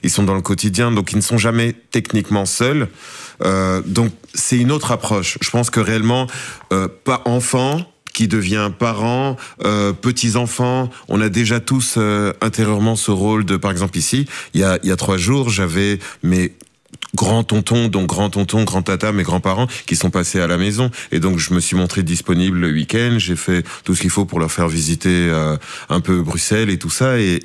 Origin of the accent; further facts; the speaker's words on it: Cameroon; je suis originaire du Cameroun